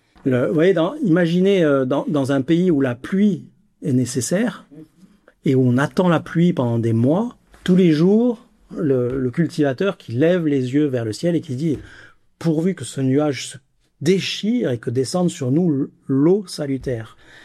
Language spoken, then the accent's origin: French; Marseille, Provence-Alpes-Côte d'Azur, France; J'ai grandi à Marseille